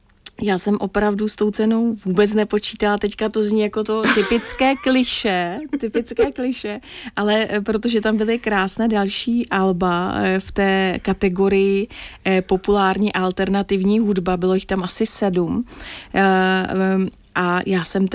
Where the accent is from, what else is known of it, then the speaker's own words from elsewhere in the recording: Vendryně, Moravian-Silesian Region, Czechia; moved away; já pocházím z Vendrině, ano, ty to vidíš, z Vendrině na Třinecku, na Slezsku, tedy velmi blízko k polským a slovenským hranicím